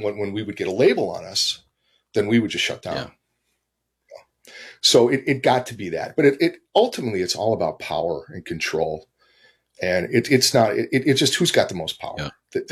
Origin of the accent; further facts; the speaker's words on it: the South, United States; I grew up was born in the Jim Crow South.